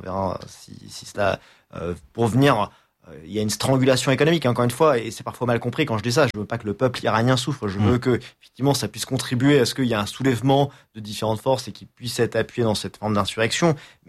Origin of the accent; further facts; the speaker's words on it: France; en tant que Français